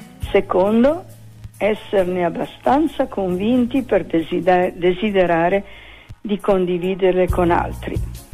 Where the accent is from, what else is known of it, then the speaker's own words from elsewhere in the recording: Trentino-Alto Adige, Italy; però al mio paese dicono che se si rischiara di notte è come un asino che va di trotto. Se volete ve lo dico pure in Trentino